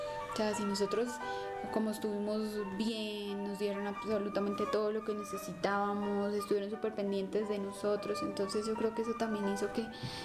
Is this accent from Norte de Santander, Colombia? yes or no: yes; Pamplona, Norte de Santander, Colombia; moved away; Yo soy de Pamplona, norte de Santander.